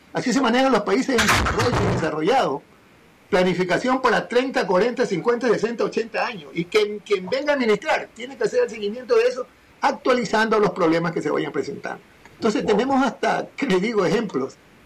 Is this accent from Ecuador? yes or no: yes; Guayaquil, Guayas, Ecuador; como ciudadano, como guayaquileño